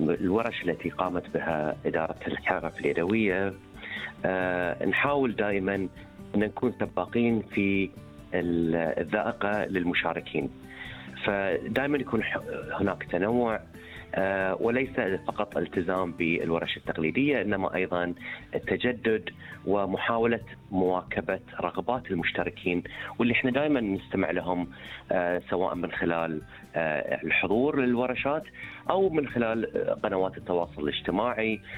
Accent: Bahrain; يعني هي ما يميزنا كبحرينيين

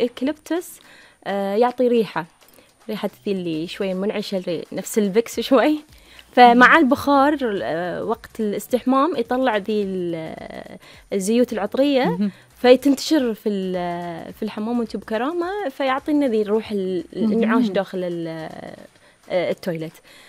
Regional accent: Bahrain; احنا عندنا في البحرين

